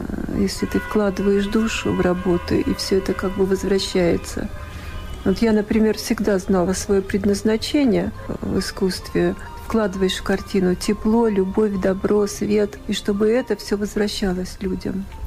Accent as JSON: {"language": "Russian", "country": "Tajikistan", "tie": "born or raised there", "said": "То есть вот я поскольку родилась в Таджикистане, жила, я знаю хорошо этот материал, эту одежду, быт, кухню."}